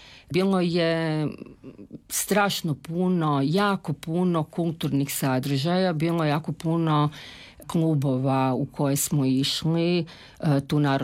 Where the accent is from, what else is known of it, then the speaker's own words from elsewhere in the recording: Zagreb, City of Zagreb, Croatia; ja sam rođena i odrasla na Svetom Duhu i evo danas još uvijek tamo živim.